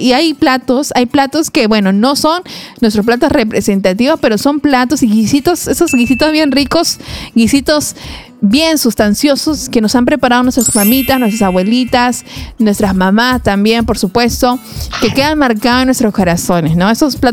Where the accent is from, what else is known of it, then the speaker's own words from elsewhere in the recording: Peru; Por algo el Señor nos hizo peruanos